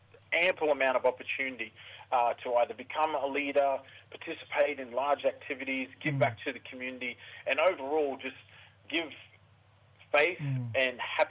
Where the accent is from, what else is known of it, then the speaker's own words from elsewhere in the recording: Cairns, Queensland, Australia; also born or lived in Atherton Tablelands; Yeah, so I grew up here in Cairns.